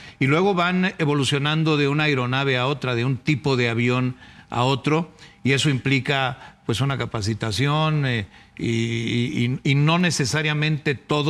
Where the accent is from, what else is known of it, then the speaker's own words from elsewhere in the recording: Mexico City, Mexico; Tú eres chilango como yo